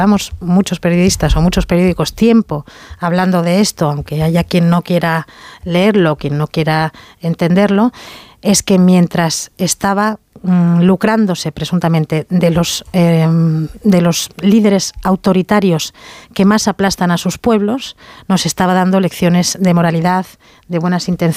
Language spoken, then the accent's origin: Spanish; Spain; por el daño que nos hace como españoles a la imagen de nuestro país